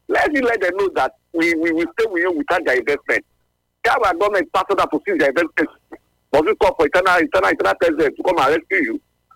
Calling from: Sapele, Delta, Nigeria; from Sapio.

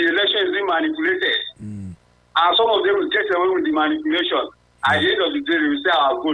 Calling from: Ogun, Nigeria; I'm calling from Ogun State.

